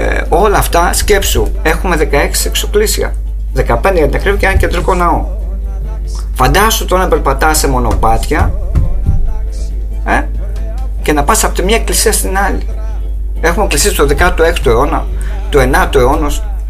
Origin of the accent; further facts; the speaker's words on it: Skotina, Central Macedonia, Greece; now in Kallithea, Greece; Δεν το λέω γιατί κατάγω, και εγώ μένω Καλλιθέα.